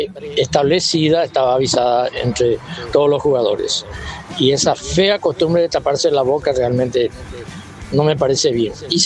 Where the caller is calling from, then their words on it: San Lorenzo, Central, Paraguay; de San Lorenzo.